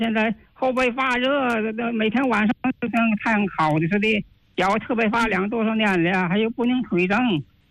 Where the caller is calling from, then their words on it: Qinhuangdao, Hebei, China; 我秦皇岛厂里的。